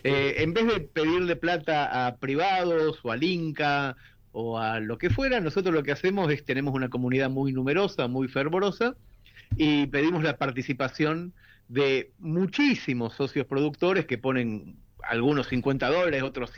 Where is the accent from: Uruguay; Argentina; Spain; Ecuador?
Argentina; Mercedes, Buenos Aires Province; born there; Somos compañeros desde la primaria, en Mercedes